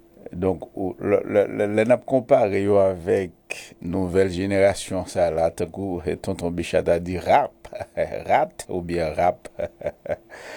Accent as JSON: {"language": "French", "country": "Haiti", "said": "Je lui-même dit français, moi, je suis haïtien."}